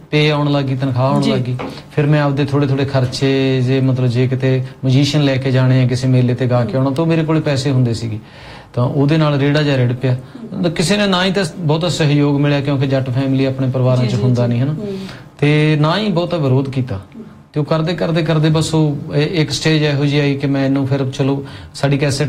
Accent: Mahabaddar, Punjab, India; now in Bathinda, India; ਮੇਰਾ ਪਿੰਡ ਤਾਂ ਮੁਕਤਸਰ ਸਾਹਿਬ ਦੇ ਨਾਲ ਹੈ ਜੀ ਮਹਾਬੱਦਰ ਪਿੰਡ ਮੈਂ ਗੀਤਾਂ ਦੇ ਵਿੱਚ ਵੀ ਪਾਉਣਾ ਉਹ ਤੇ ਰਹਾਇਸ਼ ਬਠਿੰਡਾ ਤੇ ਮੈਂ ਬਸ 10ਵੀਂ ਪਿੰਡ ਤੋਂ ਕੀਤੀ

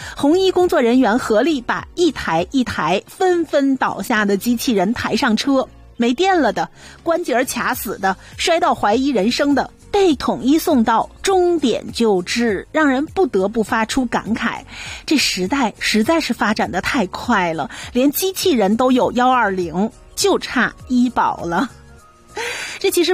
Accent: Canada; 真的是展现了我们加拿大人这种大家玩大家乐的心态

